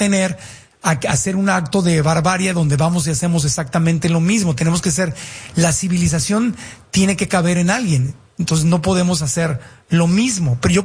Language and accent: Spanish; Tijuana, Baja California, Mexico; Yo soy de Tijuana y yo lo veía con mi propia familia en Tijuana y San Diego.